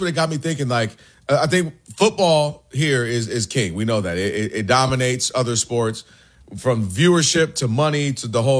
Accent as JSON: {"language": "English", "town": "Ann Arbor", "region": "Michigan", "country": "United States", "said": "What I mean is, so I'm from Ann Arbor, outside of Detroit."}